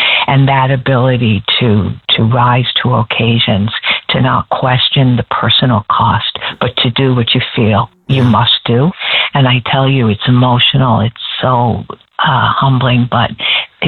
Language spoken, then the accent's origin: English; Newfoundland and Labrador, Canada; as a Newfoundlander and Labradorian